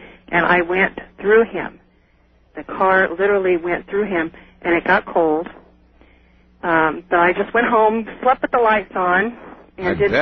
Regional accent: Salinas, California, United States; born or raised there; now in Monterey, United States

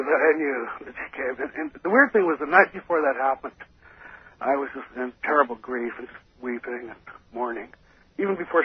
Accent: Kodiak, Alaska, United States; now in Madison, United States; I'm originally from Kodiak, Alaska.

